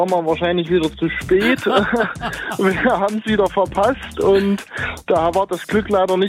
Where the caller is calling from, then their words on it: Erfurt, Thuringia, Germany; Als Erfurter